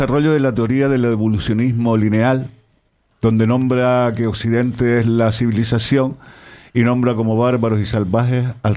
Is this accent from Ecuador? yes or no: no; Gáldar, Canary Islands, Spain; los aldeanos vienen a Galdar, y los de Galdar vamos a la aldea.